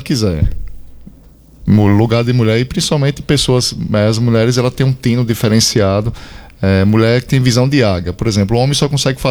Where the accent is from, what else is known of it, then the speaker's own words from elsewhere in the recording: Cardoso, Sergipe, Brazil; now in Lavandeira, Brazil; Olha, eu sou do Cardoso, Bita, mas moro na Lavandeira.